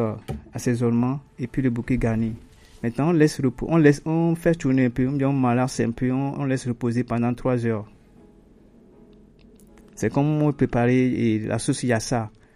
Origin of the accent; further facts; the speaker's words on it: Togo; chez nous, en Afrique, bien au Togo